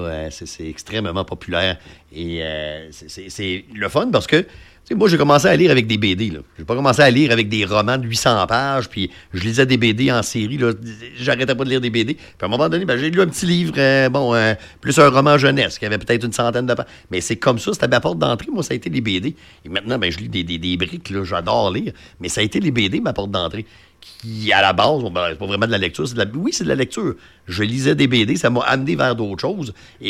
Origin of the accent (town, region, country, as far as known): Quebec, Canada